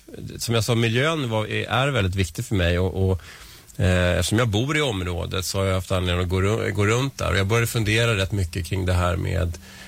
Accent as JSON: {"language": "Swedish", "town": "Stockholm", "region": "Stockholm County", "country": "Sweden", "also_born_or_lived": "Strängnäs", "moved": "yes", "lives_now": "Nacka, Sweden", "said": "Jag kommer ju inte härifrån. Jag kom från Vällingby från början. Och sen har jag bott i stan och jag har bott i Strängnäs då, som sagt. Men vi flyttade hit 2007"}